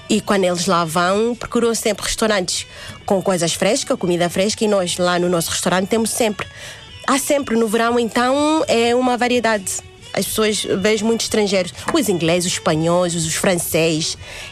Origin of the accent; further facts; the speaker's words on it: Oshakati, Oshana, Namibia; Depois de Vinduca, mais populada, Vinduca, depois vem o Oxacate, de onde eu sou.